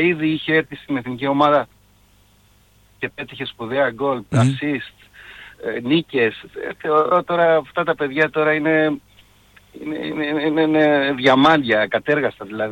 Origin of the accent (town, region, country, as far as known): Greece